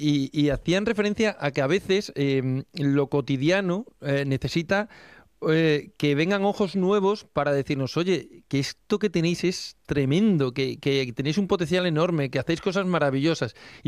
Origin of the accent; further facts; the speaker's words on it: Arroyo de la Luz, Extremadura, Spain; Yo soy de Arroyo de la Luz